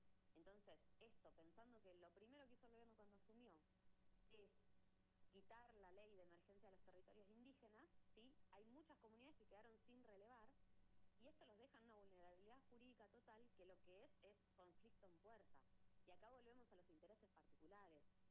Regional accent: Argentina; posicionarnos como argentinos y argentinas

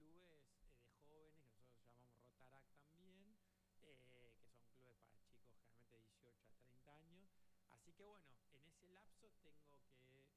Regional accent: Caleta Olivia, Santa Cruz, Argentina; Yo soy de Caleta Olivia, Santa Cruz.

